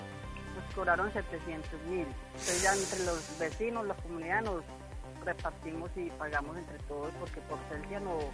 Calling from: Villanueva, Casanare, Colombia; Yo lo llamo acá de Villanueva, Vereda La Soledad.

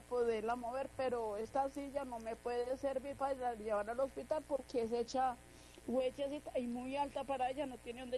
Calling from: Obando, Valle del Cauca, Colombia; Sí, soy de Obando, aquí el barrio San Fernando.

